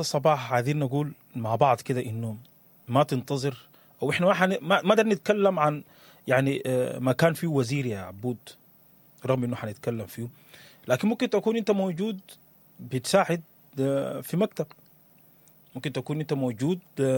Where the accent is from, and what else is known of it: Sudan